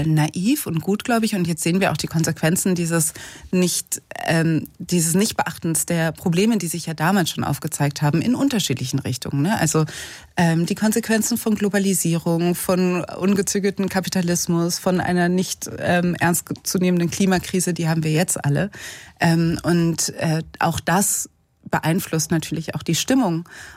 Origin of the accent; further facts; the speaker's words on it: West Germany, Germany; Ich bin Kind der in den 90er Jahren groß geworden in Westdeutschland.